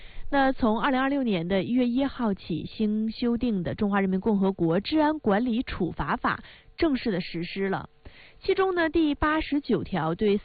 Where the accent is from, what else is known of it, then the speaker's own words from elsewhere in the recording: Northeast China, China; 我们东北话说犄角旮旯